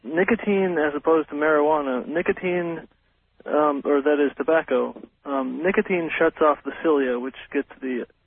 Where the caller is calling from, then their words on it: Eugene, Oregon, United States; in Eugene, Oregon.